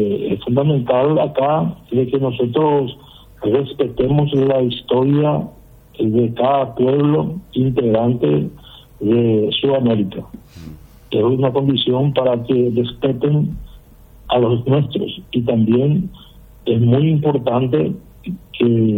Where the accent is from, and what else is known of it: Paraguay